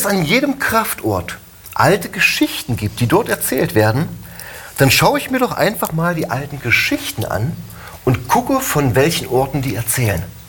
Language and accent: German; Harz, Germany; also born or lived in Lüneburg, Germany; Nee, ich komme aus dem Harz. Ja. Aber wir haben in Barzenrode halt keine Uni.